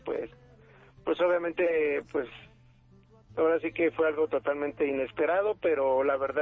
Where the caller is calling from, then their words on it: Mexico City, Mexico; No, yo soy aquí de la Ciudad de México y radico en la Gustavo Madero.